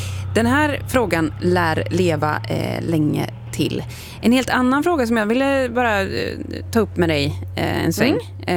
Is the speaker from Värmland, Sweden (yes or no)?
yes; Värmland, Sweden; jag är från Värmland